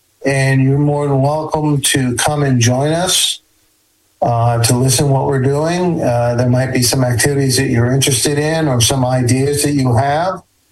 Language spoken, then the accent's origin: English; United States; I'm American. I'm a member of the American Legion in Kennebunk. I've got the York VFW.